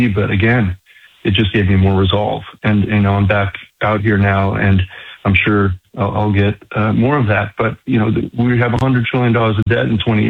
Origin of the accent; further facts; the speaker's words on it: New York, United States; now in Houston, United States; being a New Yorker coming into Houston, it was just incredible.